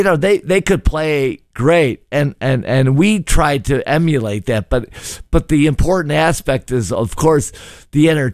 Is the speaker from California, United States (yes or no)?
no; Chicago, Illinois, United States; growing up in Chicago, I'm not Polish